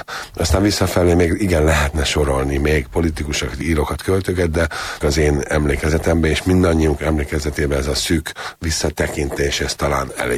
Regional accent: Hungary; born there; Ugyan itt születtünk mi Magyarországon, de visszajárván 7 vagy 8 nyarat ott töltöttem a nagyapámnál

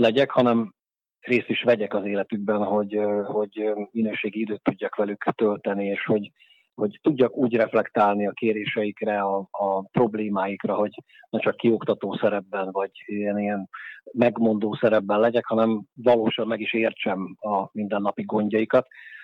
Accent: Vrakúň, Trnava Region, Slovakia; also born or lived in Nitra; a szülőfalumhoz, Nyékvárkúnyhoz közel a járási székhelyen, Dunaszerdahelyen dolgozom

